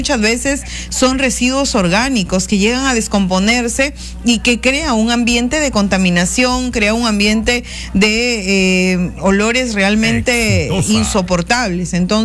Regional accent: Piura, Peru; nuestra tierra, en la región Piura

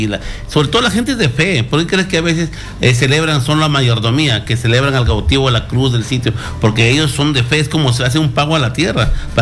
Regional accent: Catacaos, Piura, Peru; also born or lived in Huaringas, Huancabamba; soy de las Guaringas de Huancabamba, criado en Catacaos, Piura

